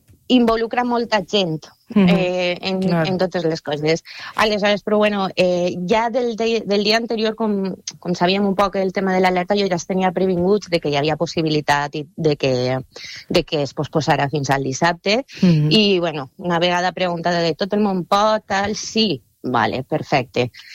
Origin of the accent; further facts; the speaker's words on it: Gandia, Valencian Community, Spain; Esa il·lusió que a mi com a gandiana me fa l'inici de la Fira i Festes